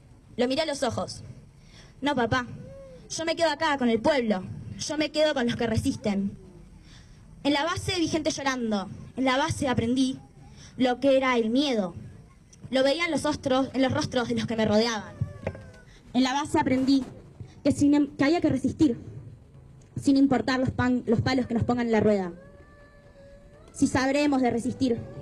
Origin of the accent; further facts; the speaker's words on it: San Marcos Sierras, Córdoba, Argentina; yo soy de San Marcos